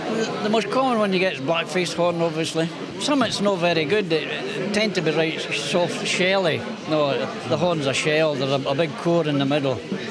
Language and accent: English; Gatehouse of Fleet, Scotland, United Kingdom; I'm today come from Gateout of Fleet in Galloway